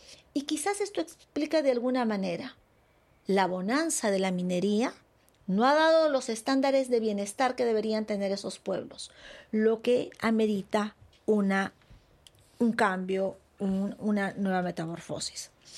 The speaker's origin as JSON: {"language": "Spanish", "region": "Puno", "country": "Peru", "also_born_or_lived": "Arequipa", "moved": "as an adult", "said": "Yo soy de Puno. Viví en Arequipa 10 años. Pero salí."}